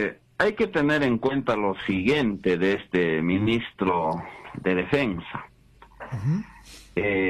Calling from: Huancané, Puno, Peru; Buenos días, doctor Hernán … ver, desde Huancané.

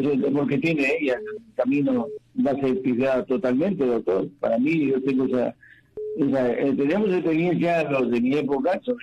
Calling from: Trujillo, La Libertad, Peru; Desde Trujillo

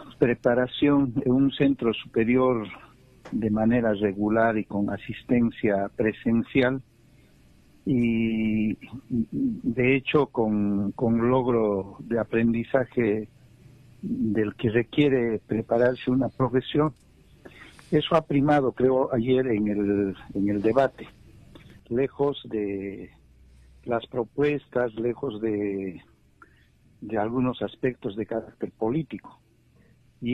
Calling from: Quillabamba, Cusco, Peru; desde la ciudad de Quillabamba.

